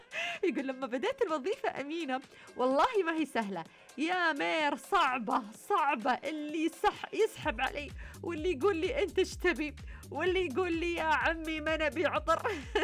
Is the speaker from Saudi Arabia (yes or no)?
yes; Saudi Arabia; عندنا في السعودية